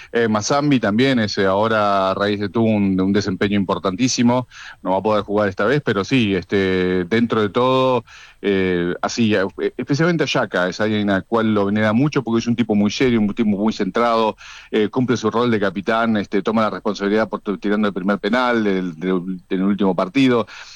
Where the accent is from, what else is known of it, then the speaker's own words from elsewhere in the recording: Argentina; Pero bueno, yo como argentino obviamente pienso que no lo van a lograr.